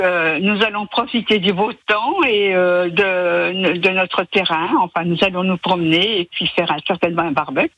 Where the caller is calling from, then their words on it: Chenôve, Bourgogne-Franche-Comté, France; De Chenov